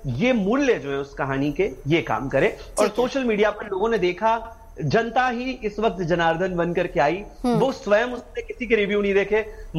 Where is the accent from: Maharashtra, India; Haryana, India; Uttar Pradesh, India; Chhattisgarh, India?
Uttar Pradesh, India; Lucknow; मैं लखनऊ से हूं